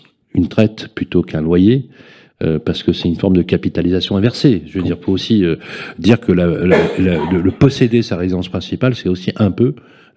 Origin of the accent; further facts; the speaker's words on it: Paris, Île-de-France, France; Bon, je suis parisien ici, mais etc.